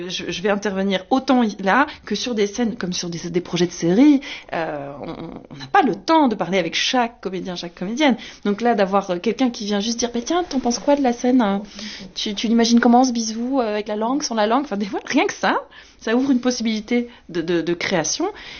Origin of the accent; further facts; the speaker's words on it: Brussels, Brussels-Capital Region, Belgium; parce que je suis bruxelloise